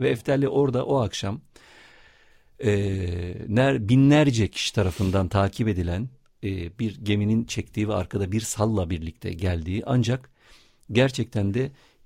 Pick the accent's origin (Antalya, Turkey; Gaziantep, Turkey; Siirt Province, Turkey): Siirt Province, Turkey; Siirt; Bir Siirtli olarak Soydan'ı da anayım.